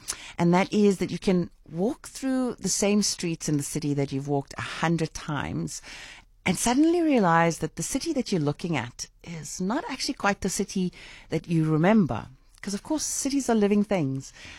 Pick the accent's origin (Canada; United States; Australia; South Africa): South Africa; Cape Town, Western Cape; I've had the great privilege and honor of growing up in Cape Town.